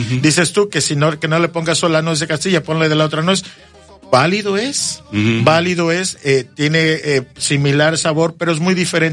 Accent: Mexico; Por eso somos felizmente mexicanos, porque hacemos de la gastronomía algo mágico.

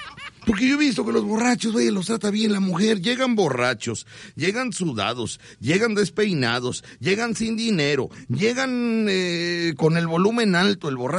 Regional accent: Veracruz, Mexico; Pero yo soy de aquí, de Veracruz. Somos de Veracruz, ¿verdad?

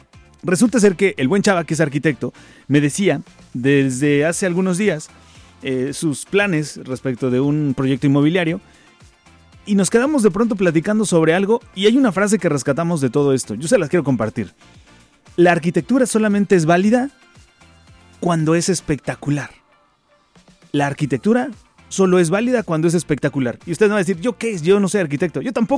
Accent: Mexico; la mayor parte del grueso de la población mexicana, creo que crecimos así

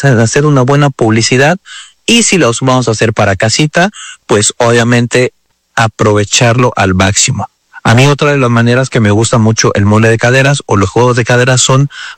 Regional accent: Mexico City, Mexico; moved away; yo soy o era de la Ciudad de México

